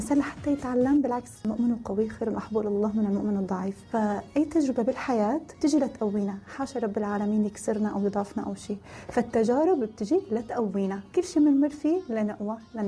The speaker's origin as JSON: {"language": "Arabic", "country": "Syria", "moved": "as an adult", "lives_now": "Turkey", "said": "أنا طلعت من سوريا مثل كل مواليد التسعينات، ما قدرت كفي جامعتي، أخذت البكالوريا، طلعت لتركيا، ووالدي خاف علي أول ما جيت على تركيا"}